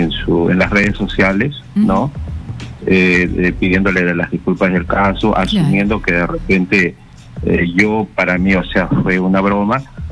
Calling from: Lima, Peru; Estoy hablando de Breña.

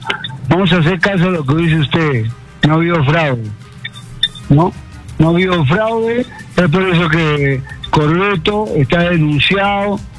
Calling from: Lima, Peru; de Lima, Cercado.

